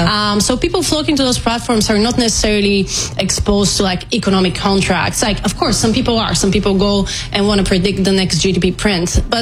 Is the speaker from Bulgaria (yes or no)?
yes; Bulgaria; English is a second language